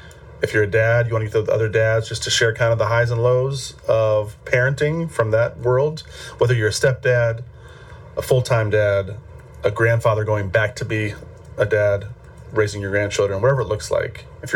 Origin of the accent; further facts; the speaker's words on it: Chattanooga, Tennessee, United States; now in Savannah, United States; I'm only a three and a half years I've lived here. And I came from the South, about 6 hours north in Chattanooga, Tennessee.